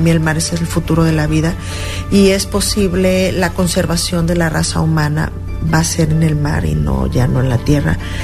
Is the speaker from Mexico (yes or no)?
yes; San Blas, Nayarit, Mexico